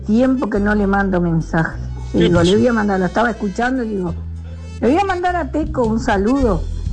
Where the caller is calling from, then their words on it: Durazno, Uruguay; de Sandún, me olvidé de decirte, de Durazno.